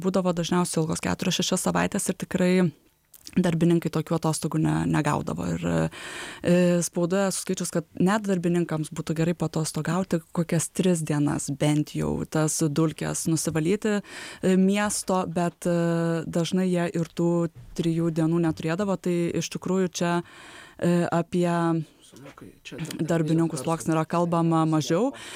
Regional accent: Kaunas, Kaunas County, Lithuania; Dabar aš kaip kaunietė

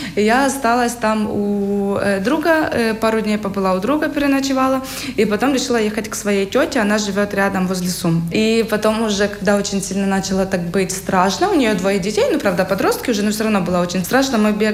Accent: Sumy, Sumy Oblast, Ukraine; moved away as an adult; now in Jonava, Lithuania; Я приехала из Украины, из города Сумы. Сумы мало кто знает, это возле Харькова находится.

